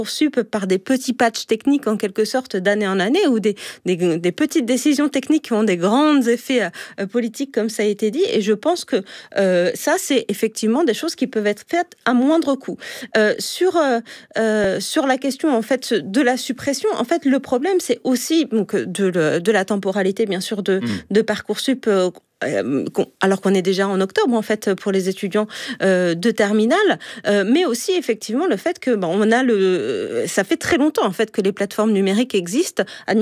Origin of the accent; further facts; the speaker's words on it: Saint-Quentin-en-Yvelines, Île-de-France, France; moi je viens de Saint-Quentin-en-Yvelines par exemple